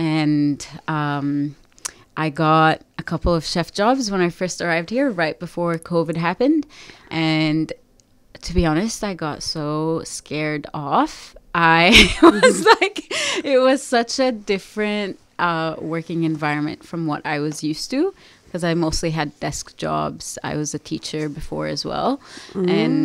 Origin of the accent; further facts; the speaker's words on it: Egypt; me trying to recreate the food of my home country, Egypt, and to get as close as possible to the texture and the flavor.